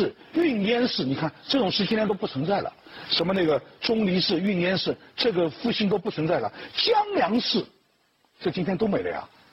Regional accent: Shanghai-Jiangsu area, China; 在我老家，在上海江苏这一带，王黄不分

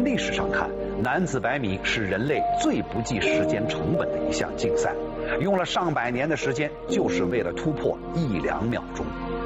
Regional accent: China

